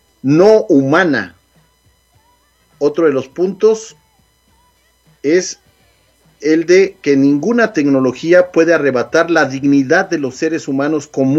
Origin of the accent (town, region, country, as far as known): Mexico; now in United States